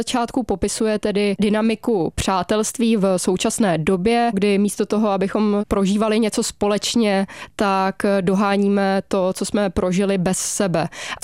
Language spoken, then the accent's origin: Czech; Aš, Karlovy Vary Region, Czechia; Tak já z Aše, ano.